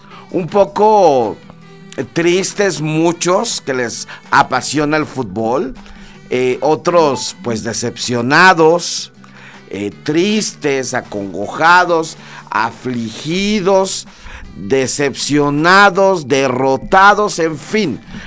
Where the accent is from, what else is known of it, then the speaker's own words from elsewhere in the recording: Mexico; lo felices que somos los mexicanos